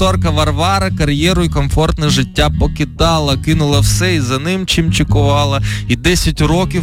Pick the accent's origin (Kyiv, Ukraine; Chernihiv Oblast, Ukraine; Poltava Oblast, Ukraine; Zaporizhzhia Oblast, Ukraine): Poltava Oblast, Ukraine; Народився на Полтавщині моїй, моя батьківщина.